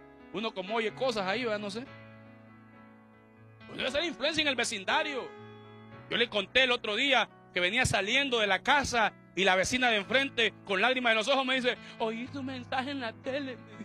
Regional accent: Honduras; soy hondureño, lo que pasa es que soy hijo de Dios.

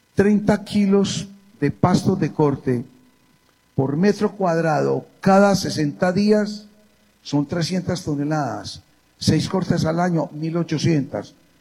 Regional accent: Antioquia, Colombia; Porque si les digo una cosa como paisa, aunque el man dice que no soy paisa.

